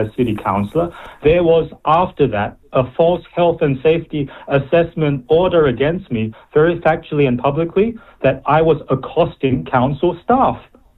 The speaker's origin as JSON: {"language": "English", "town": "Dunedin", "region": "Otago", "country": "New Zealand", "tie": "born or raised there", "moved": "yes", "said": "After a lifetime away from my hometown and birthplace, Dunedin."}